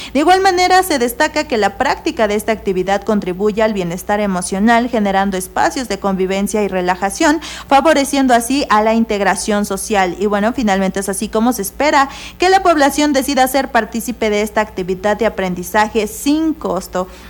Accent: Mexico; aquello que nos identifica como mexicanos

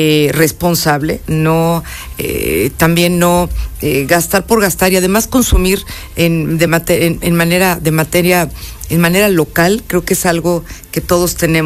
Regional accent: Teziutlán, Puebla, Mexico; Y mira que yo soy de Teciutlán, soy teciuteca

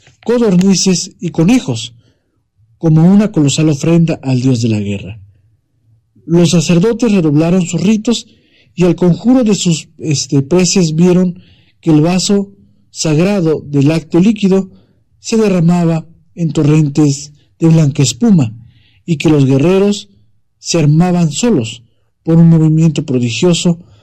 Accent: Mexico; la identidad comunal que nos distingue como mexicanos, poblanos, tlaxcaltecas, veracruzanos

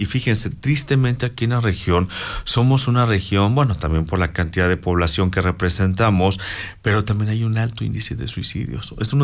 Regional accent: Mexico; como mexicanos somos buenos para emitir juicios.

